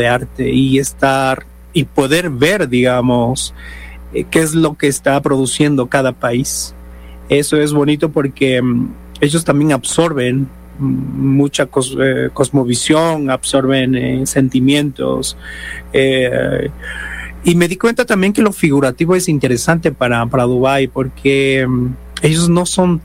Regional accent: Quito, Pichincha, Ecuador; born there; now in Cuenca, Ecuador

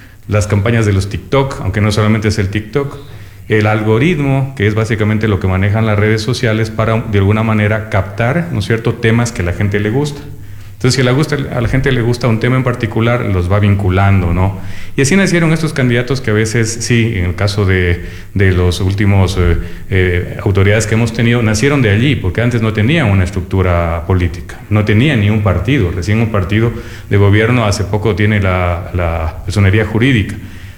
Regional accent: Loja, Ecuador; al ser lojano

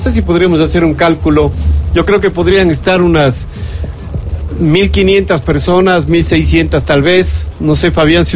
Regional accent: Cuenca, Azuay, Ecuador; ya sabe cómo somos los cuencanos, ¿no?

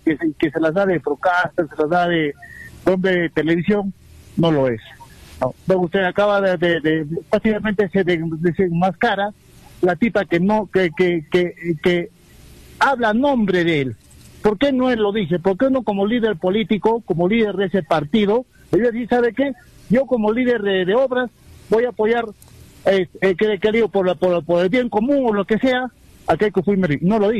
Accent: Arequipa, Peru; yo crecí como … Arequipa, yo crecí en la casa de mi abuela, mi bisabuela, que es arequipeña

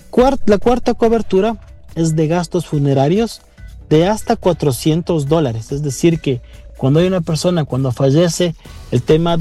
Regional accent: Ecuador; por qué tenemos como ecuatorianos o como actores viales estas protecciones.

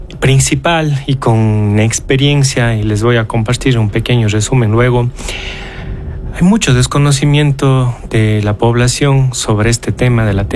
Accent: Azogues, Cañar, Ecuador; Yo soy de Azogues y hoy estoy en la querida ciudad de hermana de Cuenca

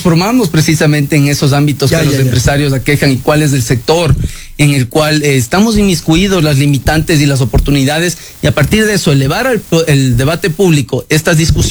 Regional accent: Ecuador

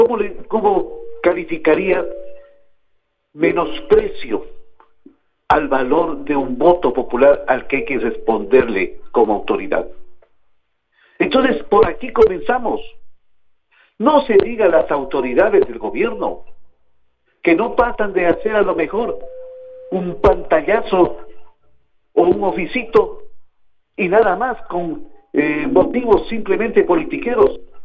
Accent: Loja, Ecuador; los intereses legítimos que tenemos los lojanos como ecuatorianos.

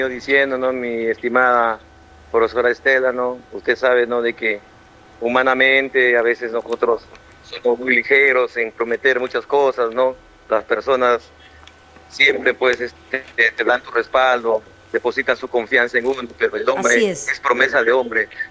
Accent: Jayanca, Lambayeque, Peru; mi pueblo de Fiyanca y caseríos

